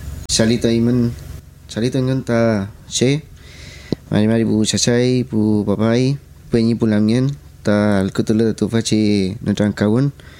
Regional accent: Penco, Biobío, Chile; born or raised there; also born or lived in Chiguayante

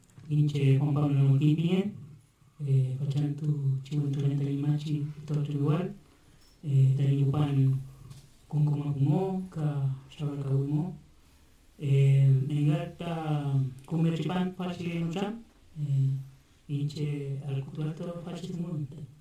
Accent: San Juan de la Costa, Los Lagos, Chile; vengo de San Juan de la Costa, de Osorno

